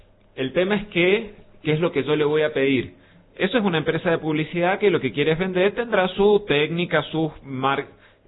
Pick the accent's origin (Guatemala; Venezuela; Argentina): Argentina